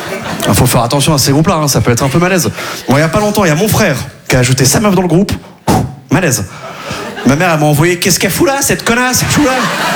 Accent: Quimperlé, Brittany, France; déjà, là d'où je viens à Quimperlé, on n'avait pas les sports cool.

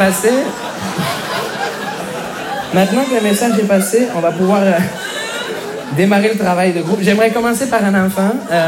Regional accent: Montreal, Quebec, Canada; Bonjour, je me présente … je viens de Montréal.

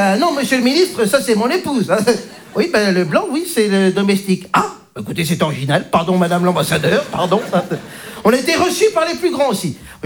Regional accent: Belgium; also born or lived in Democratic Republic of the Congo; Oui, madame, c'est vrai que je ne suis pas belge depuis le début. Bon, je vous explique. Je suis né zaïrois.

